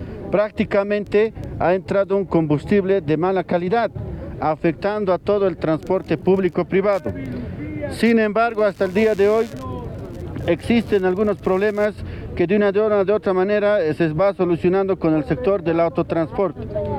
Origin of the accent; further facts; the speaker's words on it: Oruro, Bolivia; En nuestro departamento de Oruro